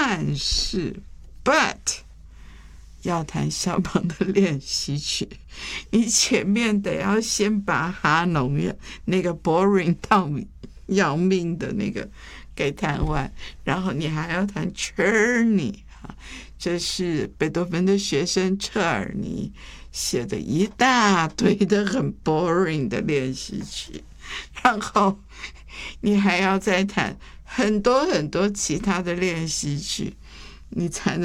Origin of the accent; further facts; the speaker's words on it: Taiwan; 所以我记得我在这个眷村里面长大的时候，我一学琴，一票的所有眷村的小孩子跟我同年都去学了，最后只剩下我一个